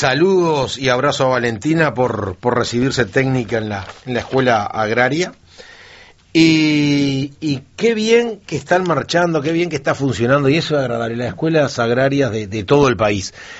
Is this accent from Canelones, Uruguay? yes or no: yes; Soca, Canelones, Uruguay; now in Balneario Argentino, Uruguay; Soy de Soca y voy a ser de Soca toda la vida. Ahora vivo en Balneario Argentino.